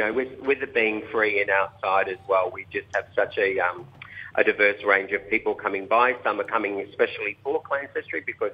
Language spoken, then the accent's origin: English; Coonabarabran, New South Wales, Australia; from Coonabarabra, northwestern New South Wales.